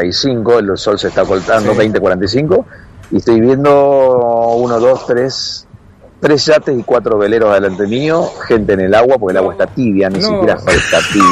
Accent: Santa Fe, Argentina; moved away as an adult; now in Spain; estoy haciendo stream, ya lo vengo haciendo desde Argentina.

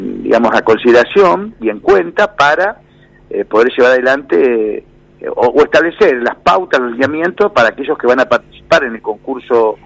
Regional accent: Santa Fe, Argentina; la necesidad que yo siento como santafesino, ¿no? Que vengo, es mi segunda casa la ciudad de Santa Fe, todas las semanas estoy 3 días seguro en Santa Fe

